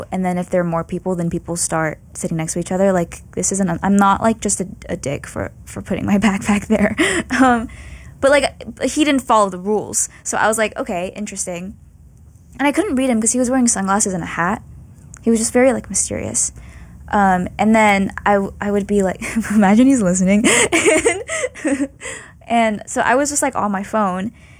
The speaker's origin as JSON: {"language": "English", "country": "Malaysia", "said": "I'm Malaysian."}